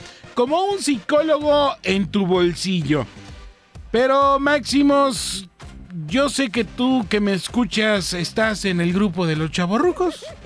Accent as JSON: {"language": "Spanish", "country": "Mexico", "said": "nosotros los usuarios mexicanos empezaremos a ver contenido publicitario en la versión gratuita."}